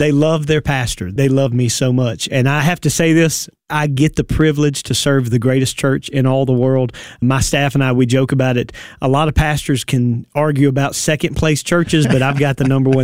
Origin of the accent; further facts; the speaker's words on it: Wayne County, United States; I've served two churches, Big Creek Baptist Church in Wayne County. I grew up in Wayne County and then started pastoring right out of high school.